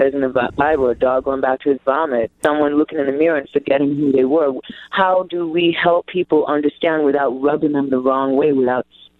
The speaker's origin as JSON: {"language": "English", "region": "St. Thomas", "country": "U.S. Virgin Islands", "said": "I'm from St. Thomas, Virgin Islands, and we just went through two Category 5 hurricanes."}